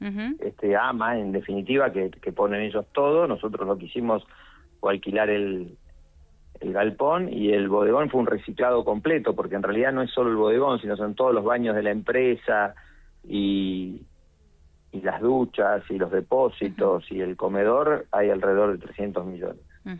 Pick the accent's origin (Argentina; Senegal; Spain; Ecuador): Argentina; nosotros como argentinos somos bastante olvidadizos de algunas cosas.